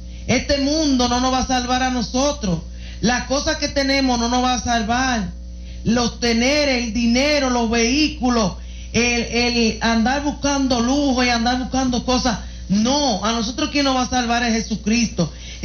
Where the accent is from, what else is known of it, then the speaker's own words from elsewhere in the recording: Santiago de los Caballeros, Santiago, Dominican Republic; si estamos en Santiago, si somos santiagueros aquí?